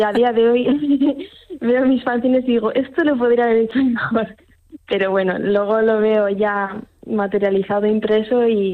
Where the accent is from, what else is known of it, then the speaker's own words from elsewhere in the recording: Navarre, Spain; Pues supone un orgullo enorme, la verdad, como Navarra, y también una responsabilidad, ¿no?, con la cultura de Navarra